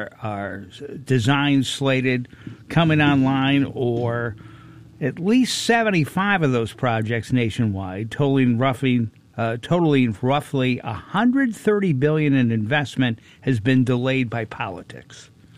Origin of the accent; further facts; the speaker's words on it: Chicago, Illinois, United States; Well, growing up in Chicago, the Italian thing was, how many people touch the money?